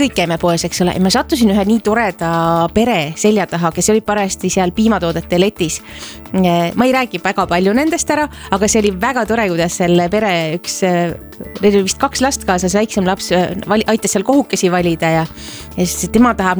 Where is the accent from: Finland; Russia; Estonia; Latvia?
Latvia; Ma olen lätlane. Ma olen lätlane